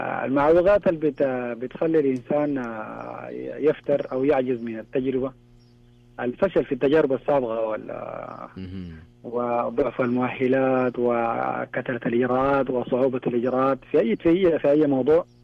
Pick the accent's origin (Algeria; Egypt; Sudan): Sudan; now in Riyadh, Saudi Arabia; من السودان إن شاء الله.